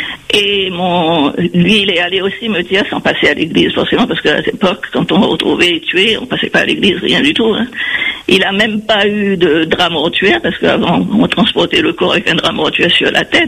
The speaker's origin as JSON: {"language": "French", "town": "Saint-Denis", "country": "Réunion", "tie": "born or raised there", "moved": "yes", "lives_now": "Paris region, France", "said": "je suis née à Saint-Cotide, hein, et puis après, bon, ça fait 52 ans que je suis en métropole"}